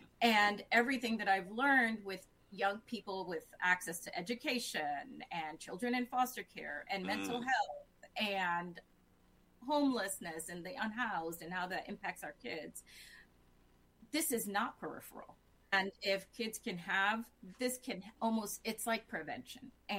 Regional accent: Massachusetts, United States; Massachusetts.

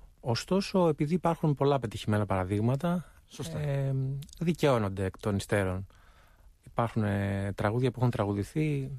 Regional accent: Epirus, Greece; Ως Ηπειρώτης, βέβαι

